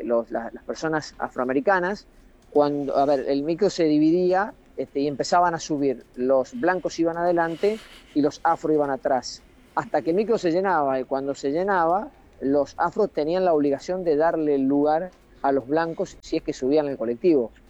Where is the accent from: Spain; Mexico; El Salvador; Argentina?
Argentina; La Paz; sí estoy casi seguro que hay más gente de La Paz, de mi pueblo, viviendo fuera de La Paz que dentro de La Paz.